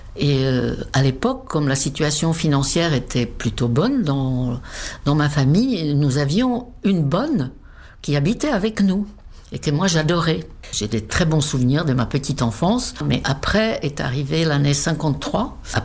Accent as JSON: {"language": "French", "town": "České Budějovice", "region": "South Bohemian Region", "country": "Czechia", "tie": "born or raised there", "second_language": "French", "moved": "as an adult", "lives_now": "France", "said": "Ma ville natale, České Budějovice, se trouve, je crois, à 40 km de la frontière autrichienne. Mes parents parlaient allemand couramment tous les deux."}